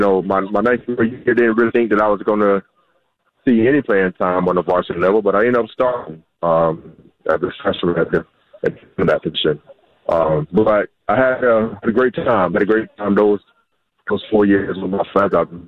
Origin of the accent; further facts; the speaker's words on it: Scottdale, Georgia, United States; And I grew up in Scottsdale, Georgia, which, you know, Clarkson was like pretty much right up the street from Scottsdale.